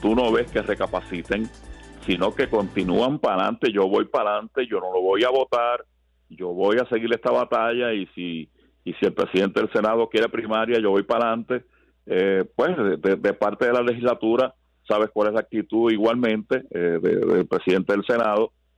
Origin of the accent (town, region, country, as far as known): Puerto Rico